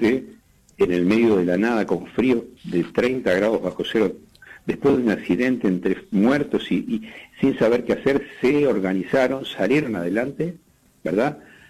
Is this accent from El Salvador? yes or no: no; Uruguay; tú sabes que soy el único uruguayo.